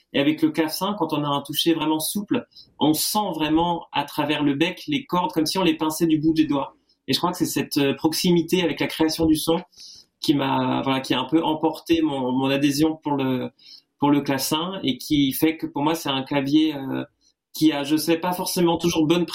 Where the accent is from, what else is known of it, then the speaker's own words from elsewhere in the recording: Angers, Pays de la Loire, France; J'étais dans la maîtrise de mon conservatoire à Angers, là où j'ai grandi